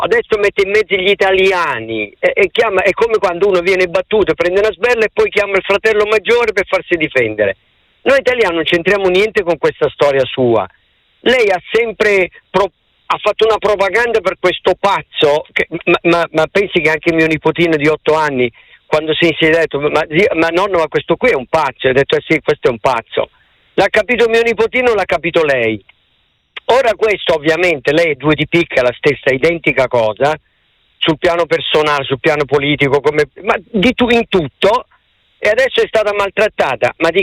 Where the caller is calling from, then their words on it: Legnano, Lombardy, Italy; Sì, da Legnano